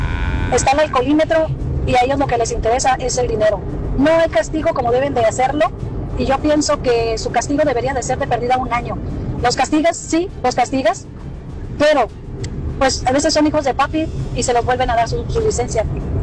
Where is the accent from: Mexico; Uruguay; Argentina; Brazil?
Mexico; Tijuana, Baja California; born there; yo nací aquí en Tijuana y voy a cumplir 58 años.